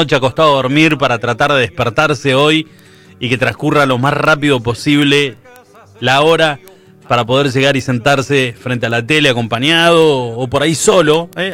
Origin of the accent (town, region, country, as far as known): Argentina